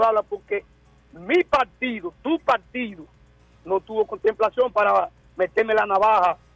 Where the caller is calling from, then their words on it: Dominican Republic; Antes de yo ser PRMista, soy dominicano.